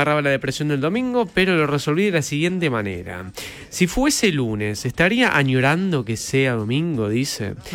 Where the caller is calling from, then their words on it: Avellaneda, Buenos Aires Province, Argentina; Chicos, soy … de Avellaneda.